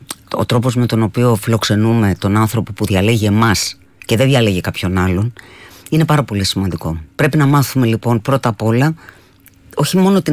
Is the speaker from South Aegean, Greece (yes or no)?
no; Athens, Attica, Greece; Γεννήθηκα και μεγάλωσα στην Αθήνα